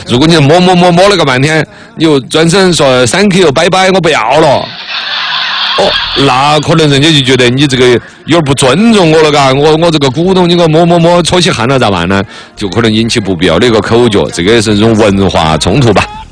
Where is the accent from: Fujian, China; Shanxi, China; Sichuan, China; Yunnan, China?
Sichuan, China; Chengdu; 这个尤其我们成都人哈，因为我们成都的自来水水质在全国乃至于全世界绝对是排到 top 的顶尖的